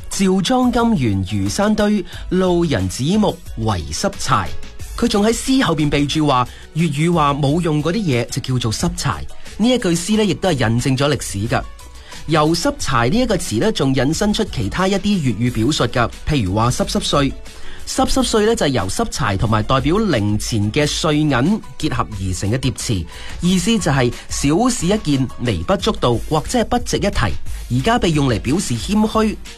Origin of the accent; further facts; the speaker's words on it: Guangdong, China; 我们广东人